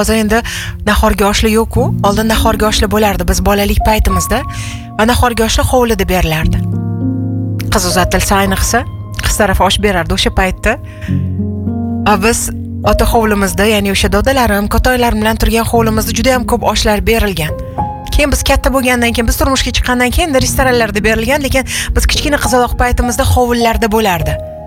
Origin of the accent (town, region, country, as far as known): Tashkent, Uzbekistan